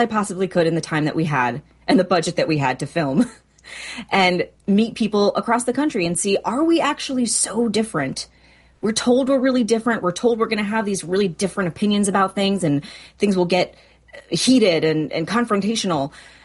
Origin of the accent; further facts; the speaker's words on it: Marshfield, United States; also born or lived in Chicago / New York; now in Los Angeles, United States; So I'm from Marshfield, and then I was in Chicago and then New York, and then I was in LA. And I moved